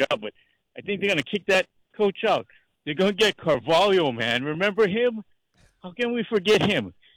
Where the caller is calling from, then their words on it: Mililani, Hawaii, United States; I'm from Mililani